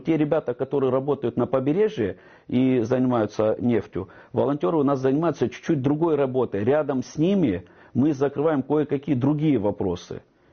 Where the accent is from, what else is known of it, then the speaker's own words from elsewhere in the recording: Tuapse, Krasnodar Krai, Russia; я вообще житель коренной, да, Туапсе.